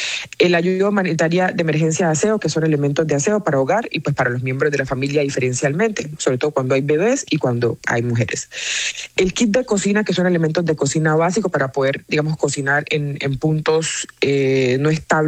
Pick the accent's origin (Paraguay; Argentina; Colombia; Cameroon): Colombia; como gobernadora del Chocó, pero primero como colombiana